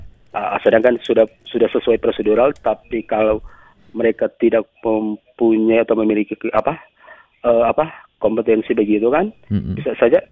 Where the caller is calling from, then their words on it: North Sulawesi, Indonesia; Saya Minahasa Selatan, Sulawesi Utara.